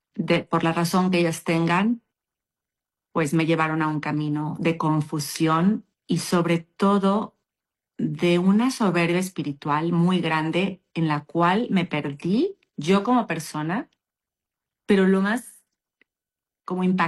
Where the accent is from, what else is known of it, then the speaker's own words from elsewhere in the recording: León, Guanajuato, Mexico; born there; soy mexicana, nacida en la ciudad de León, Guanajuato, un 21 de febrero de 1980, próxima a cumplir un año más de vida